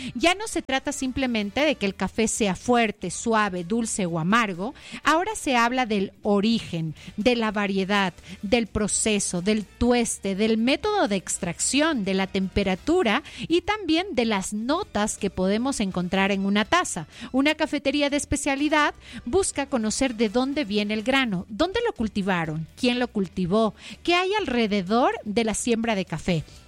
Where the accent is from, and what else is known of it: Quito, Pichincha, Ecuador